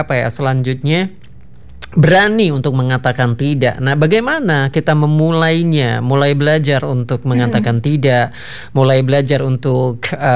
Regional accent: Java, Indonesia; Jadi kita orang Jawa bilang agak ngendo dikit gitu ya.

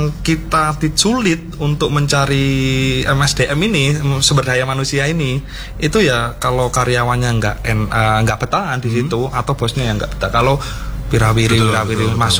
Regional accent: Malang, East Java, Indonesia; born or raised there; also born or lived in Wonogiri, Central Java

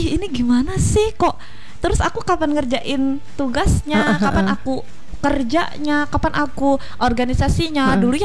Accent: Pulang Pisau, Central Kalimantan, Indonesia; now in Palangka Raya, Indonesia; Ya, asalnya di Pulang Pisau, selama di Pulang Pisau.

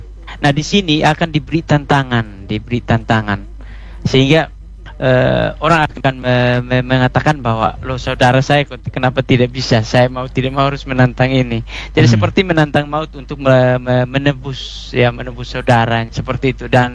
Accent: East Nusa Tenggara, Indonesia; istilah kami orang Atoni itu disebut dengan bunuh banu talas atau larangan untuk tidak boleh memetik kelapa

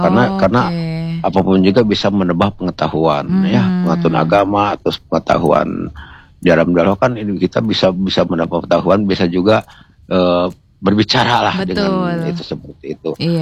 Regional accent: Bogor, West Java, Indonesia; born there; maka lahirlah saya di Bogor itulah seperti itu. Jadi tetap darah-darah Aceh saya tetap tidak bisa hilang kan seperti itu kan dari kakek saya

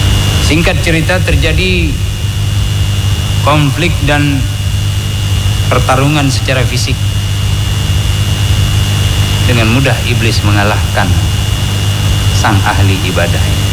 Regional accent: Aceh, Indonesia; bahasa kita orang Aceh.

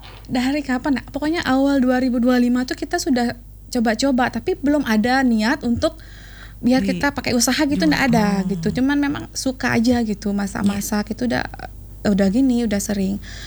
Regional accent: Bali, Indonesia; kalau kita orang Bali itu kan, bukan orang Bali, Indonesia kayaknya ya.

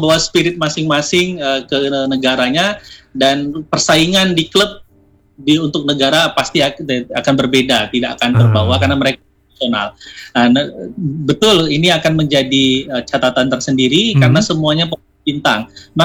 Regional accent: Indonesia; Tapi kita orang Indonesia sendiri

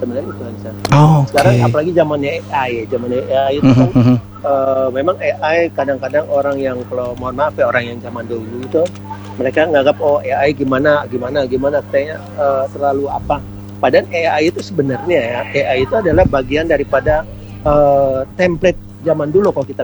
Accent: Manado, North Sulawesi, Indonesia; Iya, betul. Kita dari Manado.

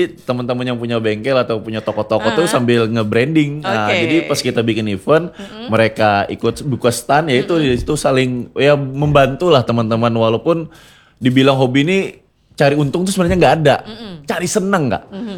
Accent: Palangka Raya, Central Kalimantan, Indonesia; born there; saya memang kelahiran Palangkaraya kan.

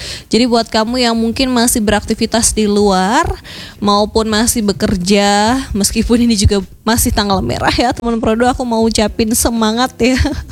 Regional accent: Kupang, East Nusa Tenggara, Indonesia; sebagai orang Kupang kita harus menahan panasnya yang istilahnya kayak mataharinya ada 5 ya di kota Kupang ini

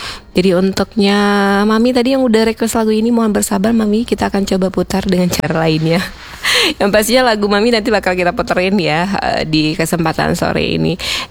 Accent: Aceh, Indonesia; kita orang Aceh

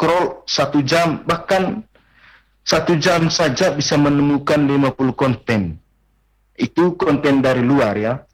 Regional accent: East Nusa Tenggara, Indonesia

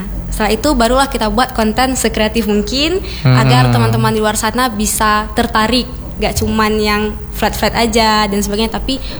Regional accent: Aceh, Indonesia; kita adalah orang Aceh

